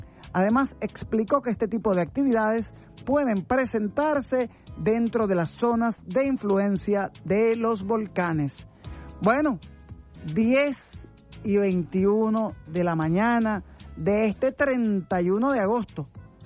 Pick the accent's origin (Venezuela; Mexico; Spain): Venezuela; nuestro compromiso como pueblo venezolano